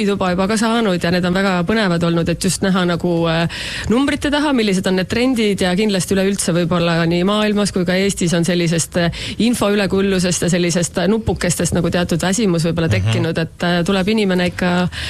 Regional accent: Pärnu, Pärnu County, Estonia; born there; now in Tallinn, Estonia; olen sündinud Pärnus ja elan Tallinnas.

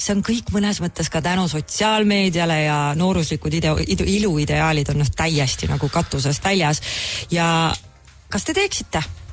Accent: Otepää, Valga County, Estonia; now in Tallinn, Estonia; miks ma kogu aeg korrutan seda, ma olen Otepäält pärit, see on sellepärast, et ma olen...

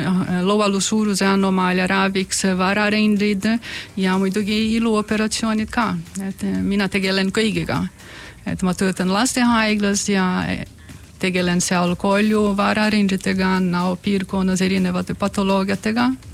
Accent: São Paulo, Brazil; born or raised there; Estonian is a second language; now in Estonia

